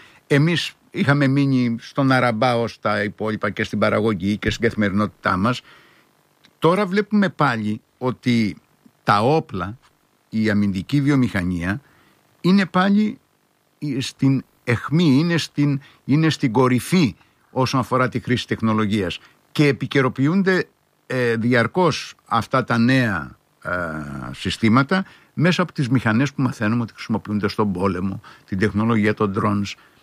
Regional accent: Ierapetra, Crete, Greece; moved away; στην ιδιαίτερη πατρίδα μου, την, ή μάλλον ένα από τους ιδιαίτερους τόπους της Κρήτης που μεγάλωσα, την Ιερά Πέτρα

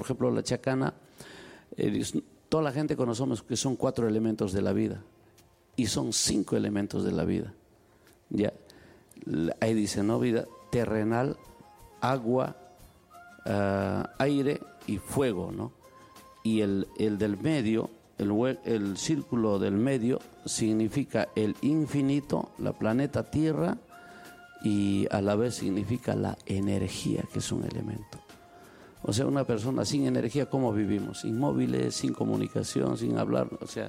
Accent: Peru; a mi tierra natal, a mi pueblo querido, a toda mi gente quechua hablante, a todo mi Perú adorado, que yo soy más peruano que la papa

